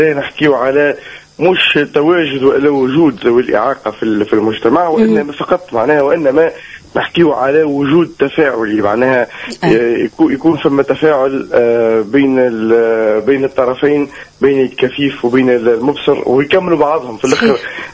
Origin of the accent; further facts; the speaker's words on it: Tunisia; حتى حكاية الابليكاسيون عندنا في تونس ناس دي بروغرامير